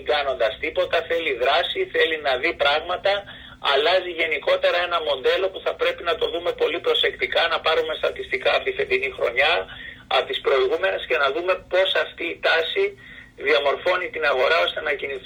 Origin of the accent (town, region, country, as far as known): Greece